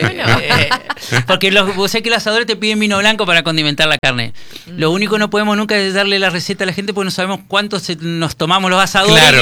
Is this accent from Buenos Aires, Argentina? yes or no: no; Viale, Entre Ríos, Argentina; born there; al lado de mi casa, donde yo nací, estaba Joaquín Scione, que era un fiel trabajador para la cooperadora de salón parroquial de Viales, de la iglesia Santa Ana